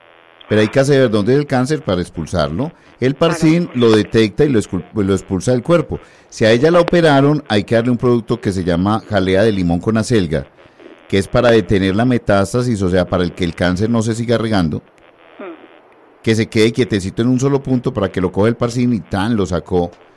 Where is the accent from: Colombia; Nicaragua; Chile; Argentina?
Colombia; Antioquia; yo vengo hace 30 años hablando de salud acá en Antioquia, porque es mi tierra y pues yo velo por la salud de mi gente en el departamento de Antioquia.